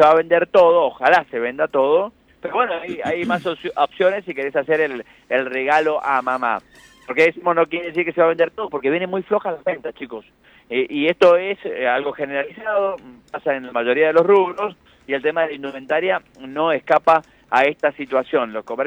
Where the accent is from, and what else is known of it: Mendoza, Argentina